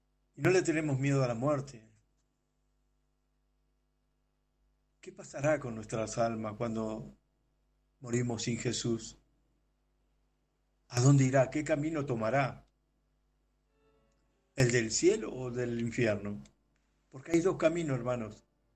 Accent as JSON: {"language": "Spanish", "country": "Argentina", "said": "soy de Argentina."}